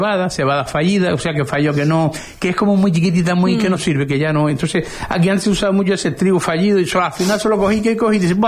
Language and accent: Spanish; Arrecife, Canary Islands, Spain; also born or lived in La Tiñosa; yo empecé desde niño viviendo, me trasladé de La Tiñosa a Arrecife, y creo que tengo, por lo menos yo mismo, me tengo un compromiso moral con Arrecife.